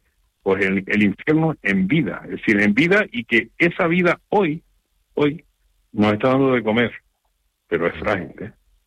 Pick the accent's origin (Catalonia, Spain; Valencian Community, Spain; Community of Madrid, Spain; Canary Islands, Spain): Canary Islands, Spain; ¡somos canarios! No somos canarios, somos tontos.